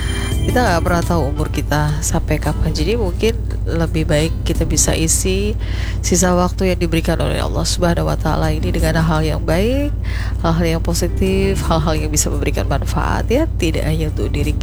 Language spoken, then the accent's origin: Indonesian; South Kalimantan, Indonesia; lagu dari daerah kita Banjar lah yang diciptakan oleh mendiang Haji Anang Adiansa.